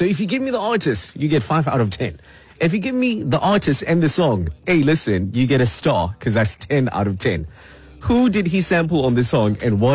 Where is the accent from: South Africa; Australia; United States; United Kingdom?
South Africa; I'm a South African